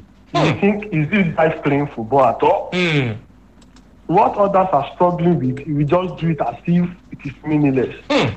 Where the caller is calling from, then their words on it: Ilorin, Kwara, Nigeria; calling from Tanke.